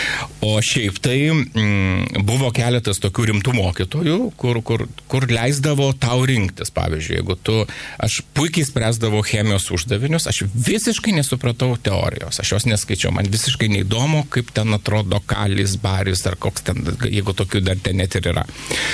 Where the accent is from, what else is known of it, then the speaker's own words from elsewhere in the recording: Panevėžys, Panevėžys County, Lithuania; aš esu iš tokio nikaus Panevėžio, tokio miesto